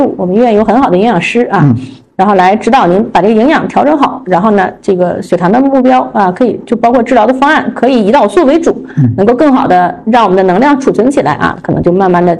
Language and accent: Chinese; China